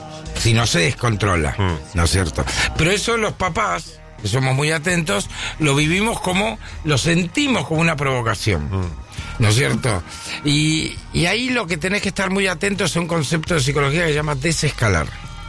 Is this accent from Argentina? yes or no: yes; Argentina; ¿será que no aparezco porque yo soy argentino y ejerzo en Argentina, no en Colombia?